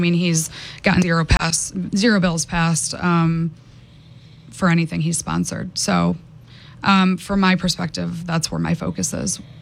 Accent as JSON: {"language": "English", "town": "Auburn", "region": "New York", "country": "United States", "lives_now": "Washington, United States", "said": "I'm from Auburn, New York. My dad's a corrections officer."}